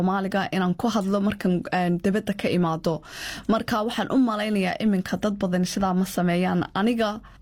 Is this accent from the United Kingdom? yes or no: yes; London, United Kingdom; first language Somali; also born or lived in Somalia; Anigu waxaan ku koray London anigoo inan yara lix jir baan wadankan imi markaan ahaa.